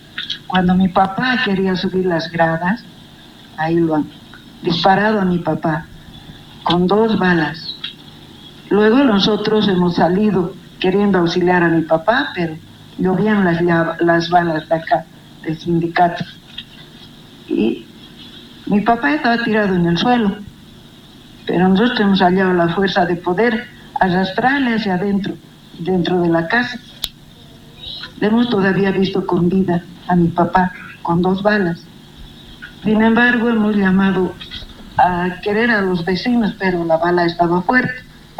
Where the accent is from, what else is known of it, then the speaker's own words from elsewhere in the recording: Llallagua, Potosí, Bolivia; Nosotros vivíamos aquí en el campamento 6, aquí, de odontología y atrás.